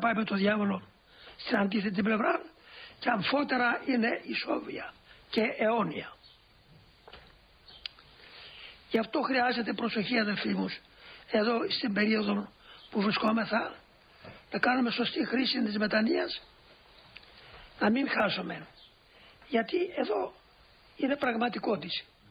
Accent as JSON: {"language": "Greek", "country": "Greece", "said": "εμείς οι Έλληνες"}